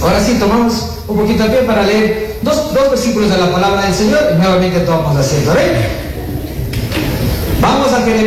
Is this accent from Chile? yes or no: no; Pastaza, Ecuador; vengo de la provincia de Pastaza, soy pastor de la iglesia bautista Jesed